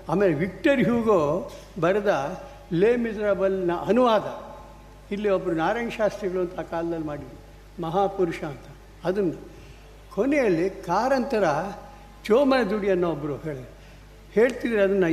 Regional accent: Karnataka, India; ನಮ್ಮ ಹಳೆ ಮೈಸೂರಿನ ಸಪ್ಪೆ ಅಡುಗೆಗೆ

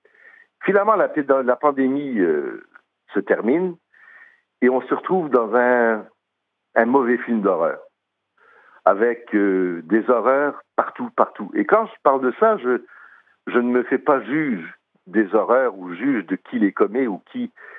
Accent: Quebec, Canada; Je suis Québécois.

